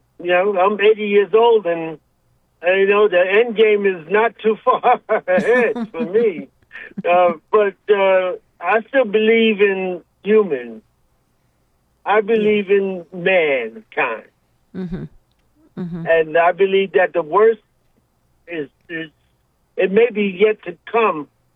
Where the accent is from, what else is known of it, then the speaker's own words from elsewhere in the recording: New York, United States; now in South Carolina, United States; I was raised Catholic in the Catholic Church in Brooklyn.